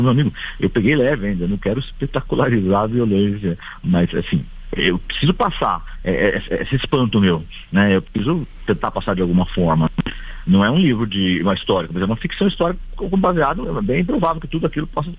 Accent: Lorena, São Paulo, Brazil; eu sou de Lorena, na perto de Aparecida, aqui em São Paulo mesmo, né? Pertinho de Paraty, uma hora e meia de Paraty.

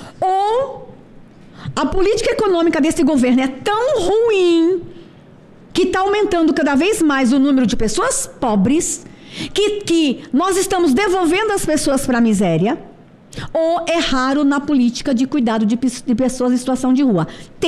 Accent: Brasília, Federal District, Brazil; Eu que sou de Brasília, o meu povo de Brasília que me acompanha

